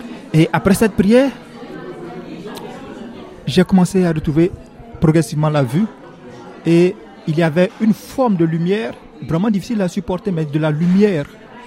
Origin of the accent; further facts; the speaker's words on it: Côte d’Ivoire; je suis originaire de la Côte d'Ivoire, là, j'ai 36 ans, je suis le fils aîné d'une famille de 7 enfants. Alors, je ne viens pas d'une famille chrétienne